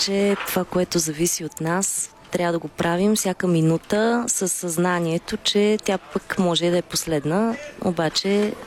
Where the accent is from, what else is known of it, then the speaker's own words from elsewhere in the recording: Pazardzhik, Pazardzhik Province, Bulgaria; born there; фамилията ми е Пазарджишка, между другото, и тя е една... Аз съм родена в Пазарджик.